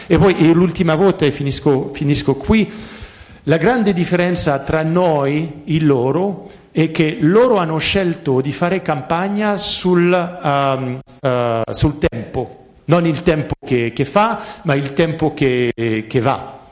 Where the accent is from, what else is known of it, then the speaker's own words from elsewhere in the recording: France; Italian is a second language; particolarmente come francese, io so che noi diamo delle lezioni a tutto il mondo, se arrivo in Italia e dico voi dovete fare così, così, così, no